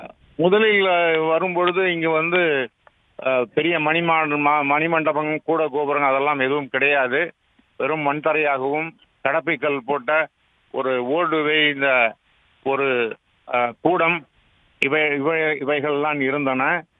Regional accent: Salem, Tamil Nadu, India; நான் சேலத்தில் இருந்து வருகிறேன்.

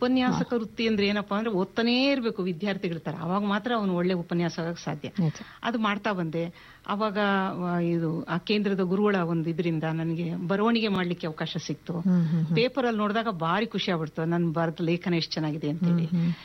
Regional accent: Chitradurga, Karnataka, India; born or raised there; now in Shivamogga, India

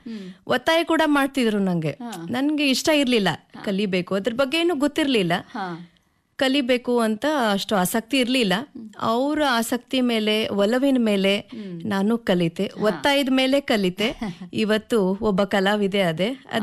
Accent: Raichur, Karnataka, India; ನನ್ನ ಹುಟ್ಟೂರು ರಾಯಚೂರು. ನಾನು ಮೂಲತಃ ರಾಯಚೂರಿಂದ ಬಂದಳು. ನನ್ನ ಬಾಲ್ಯ ಎಲ್ಲ ರಾಯಚೂರಲ್ಲಿ ಆಗಿದ್ದು.

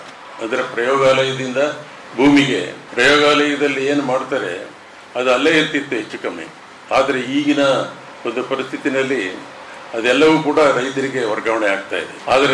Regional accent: Karnataka, India; ನಾವು ಮಲೆನಾಡಿನವರು

